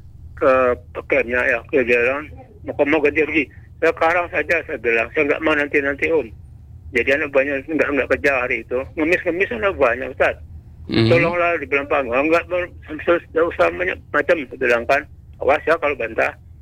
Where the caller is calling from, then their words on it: Bangka Belitung Islands, Indonesia; jangan kalian anggap kami orang Bangka yang lemah